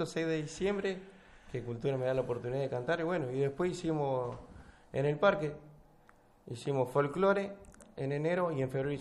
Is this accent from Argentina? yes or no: yes; Hernando, Córdoba, Argentina; mi pueblo es Hernandiano